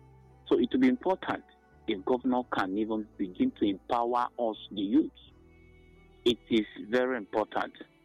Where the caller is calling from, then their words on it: Enugu State, Nigeria; I'm calling from Obenimbo, Nozowani local government.